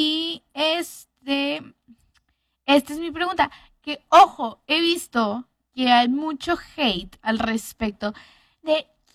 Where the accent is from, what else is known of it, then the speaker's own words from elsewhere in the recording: Monterrey, Nuevo León, Mexico; soy regia.